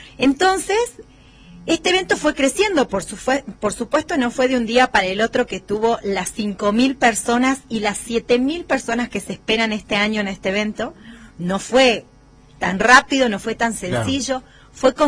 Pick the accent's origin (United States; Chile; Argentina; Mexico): Argentina; Jujuy; los jujeños, que nos cuesta un montón, porque eso también, nosotros somos collas, somos para adentro